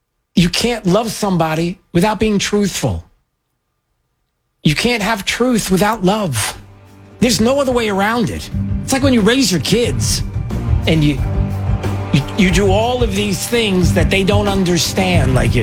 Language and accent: English; United States; I still love being an American. I wouldn't want to be anybody else. I want to be an American.